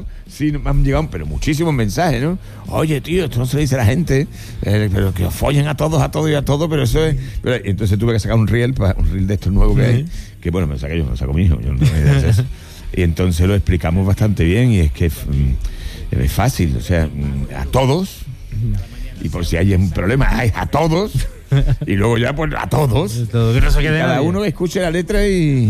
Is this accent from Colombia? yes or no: no; Seville, Andalusia, Spain; born there; moved away as an adult; now in El Bosque, Spain; Yo soy sevillano de nacimiento, pero bosqueño de adopción.